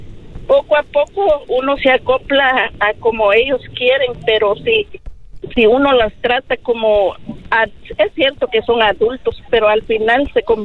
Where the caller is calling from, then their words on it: Towson, Maryland, United States; de la ciudad de Towson.